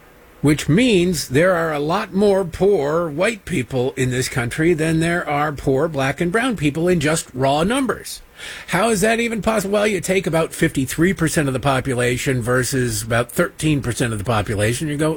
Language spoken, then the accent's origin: English; Detroit, Michigan, United States; I was hearing this growing up in Detroit.